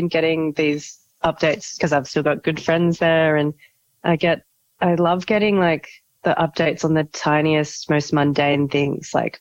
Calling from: Melbourne, Victoria, Australia; also born or lived in Darwin; So you've caught me while I'm in Melbourne, but ordinarily I live in Fiji. So I've been living there since last year. So I was living in Darwin for 5.5 years and then I relocated to Fiji last year

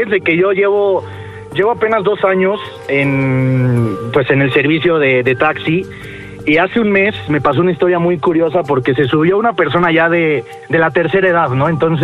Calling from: Álvaro Obregón, Mexico City, Mexico; Desde el Álvaro Obregón, Diablito.

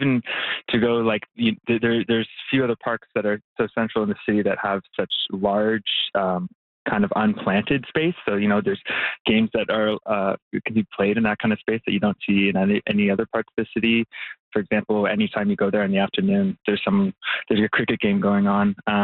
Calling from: Montreal, Quebec, Canada; Well, I don't actually live in Longueuil. I live in Little Italy, but I'm calling from Longueuil today. But I work out here.

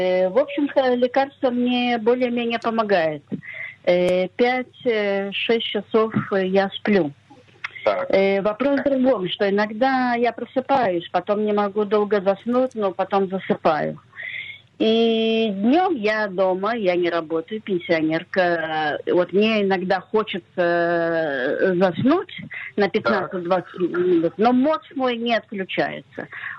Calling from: Haifa, Haifa District, Israel; Здравствуйте … из Хайфы, мне 64 года.

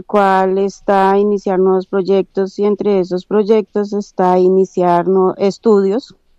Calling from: Cota, Cundinamarca, Colombia; te estoy llamando desde Cota.

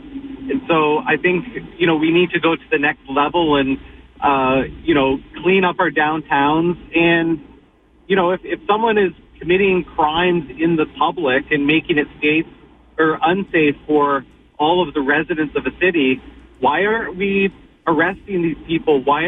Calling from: London, Ontario, Canada; Well, I'm calling from London, and I think per capita, we're one of the worst cities for open drug use.

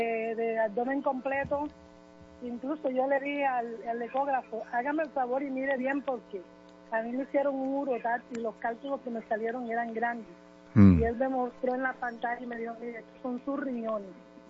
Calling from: Sincelejo, Sucre, Colombia; Estoy llamando desde Sincelejo, Sucre

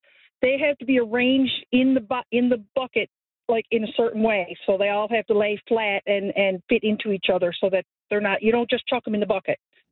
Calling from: Newfoundland and Labrador, Canada; Port Cove.

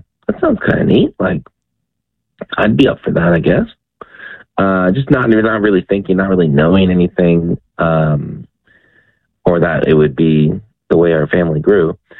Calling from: Omaha, Nebraska, United States; Here in Omaha, Nebraska.

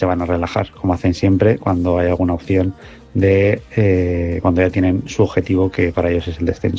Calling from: Manises, Valencian Community, Spain; de Manises.

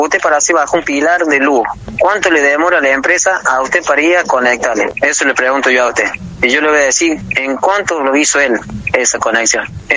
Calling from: Córdoba, Argentina; a mí en Río Seco me conocen todos, hace 46 años que vivo en Río Seco.

